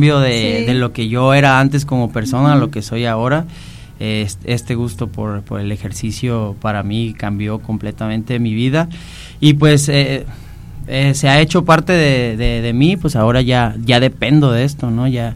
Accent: Jalisco, Mexico; donde yo soy, de ahí de Jalisco

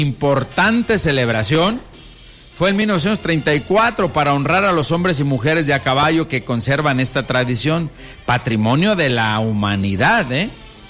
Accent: Mexico; unos tacos como buen mexicano.

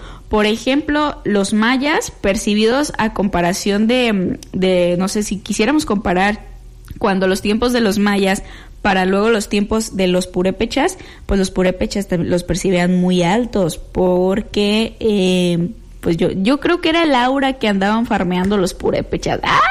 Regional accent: Mexico; ¿qué es lo que comemos como mexicanos? Comemos, porque yo también me incluyo

